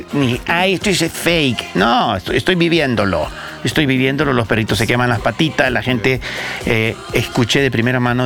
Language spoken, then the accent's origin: Spanish; El Salvador; Yo crecí en El Salvador